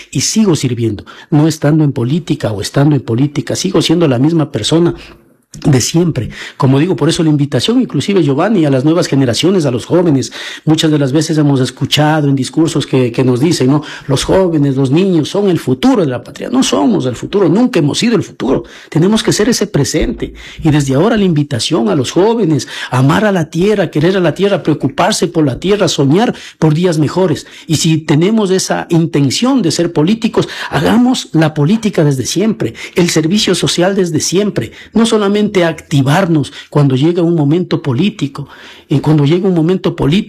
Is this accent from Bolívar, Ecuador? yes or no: yes; Chimbo, Bolívar, Ecuador; moved away as an adult; Como chimbeño, ¿qué le estoy entregando a mi tierra? Mire, muchos jóvenes, y dentro de ellos estoy yo, porque he tenido que salir a otra tierra, he tenido que emigrar a buscar oportunidades